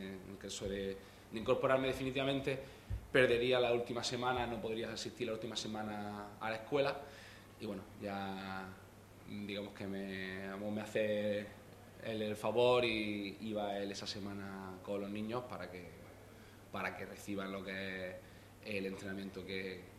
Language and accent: Spanish; Motril, Andalusia, Spain; hacerlo en mi pueblo, en el club en el que me formé desde los 8 hasta más o menos los 14 o 15 años.